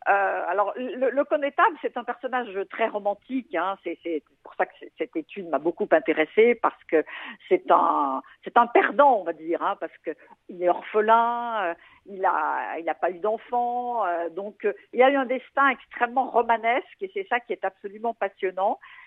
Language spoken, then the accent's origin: French; Auvergne-Rhône-Alpes, France; now in Savoie, France; En fait, je suis originaire du Bourbonnais, mais je l'ai quitté il y a fort longtemps puisque j'habite en Savoie.